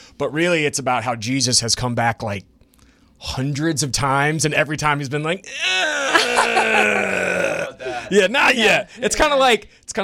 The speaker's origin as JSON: {"language": "English", "town": "Pensacola", "region": "Florida", "country": "United States", "moved": "as an adult", "lives_now": "New Orleans, United States"}